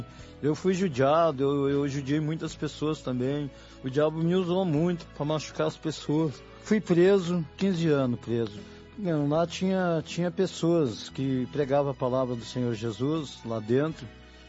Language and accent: Portuguese; Rio Grande do Sul, Brazil; sou do Rio Grande do S